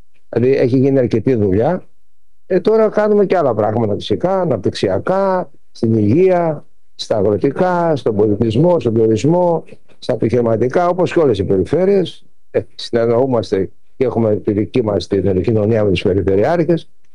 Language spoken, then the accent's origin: Greek; Patras, Western Greece, Greece; moved away as an adult; now in Larissa, Greece; χαίρομαι πολύ που είμαι στην πατρίδα μου, εδώ. Έχω φύγει 41 χρόνια